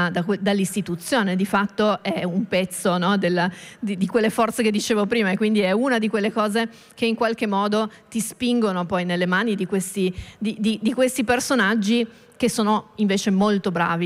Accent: Turin, Piedmont, Italy; io sono di Torino

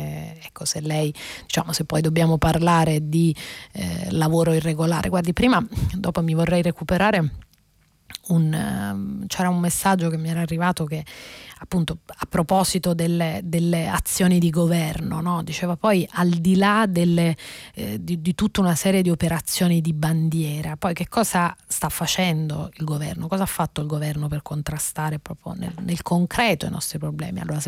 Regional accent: Campania, Italy; Io, diciamo, sono campana di origine, quindi è la mia terra

